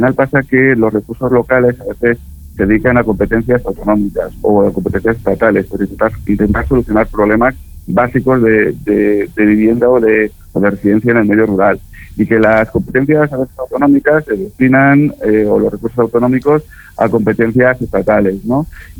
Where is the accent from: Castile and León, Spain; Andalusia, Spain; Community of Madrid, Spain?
Castile and León, Spain